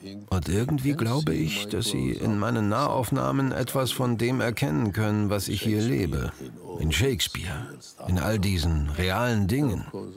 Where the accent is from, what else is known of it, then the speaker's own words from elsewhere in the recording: Croatia; also born or lived in Belgrade, Serbia / London, United Kingdom; Ich komme übrigens aus Kroatien.